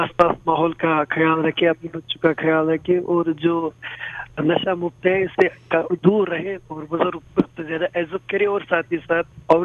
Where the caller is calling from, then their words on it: Budgam, Jammu and Kashmir, India; मैं सेंट्रल कश्मीर से बात कर रहा हूँ, जिला बड़गांव से हमारे गांव पड़ते हैं मैडम जी।